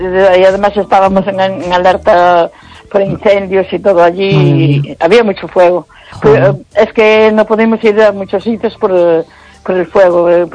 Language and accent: Spanish; Galicia, Spain; Ay, mi tierra gallega